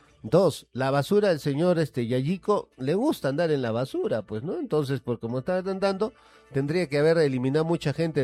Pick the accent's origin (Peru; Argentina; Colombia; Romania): Peru; nosotros, los ciudadanos peruanos